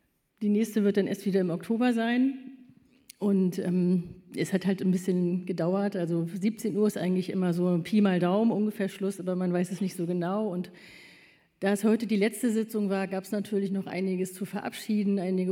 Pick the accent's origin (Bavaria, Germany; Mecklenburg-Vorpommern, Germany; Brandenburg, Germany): Mecklenburg-Vorpommern, Germany; Greifswald; born there; now in near Stralsund, Germany; Ich bin gebürtige Greifswalderin, 51 Jahre alt, wohne in der Nähe von Stralsund.